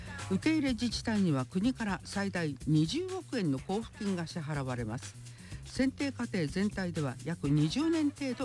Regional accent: Hiroshima, Japan; 広島で育った私としては、

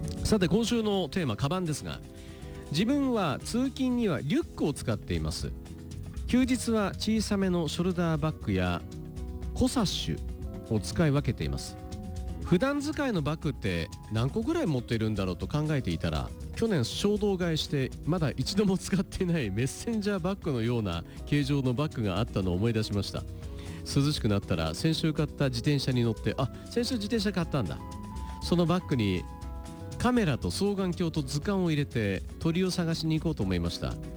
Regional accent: Itabashi, Tokyo, Japan; 私の地元のね先輩って言っても面識はあるんですけど、板橋区で

